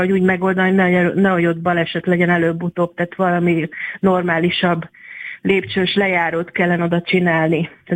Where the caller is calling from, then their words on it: Budapest, Hungary; mert én budapesti vagyok